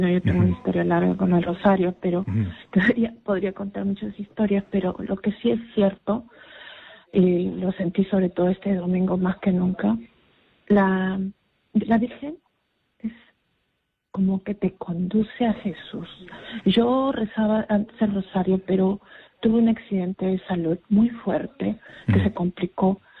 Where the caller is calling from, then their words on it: Lima, Peru; Hablo de San Juan de Miraflores.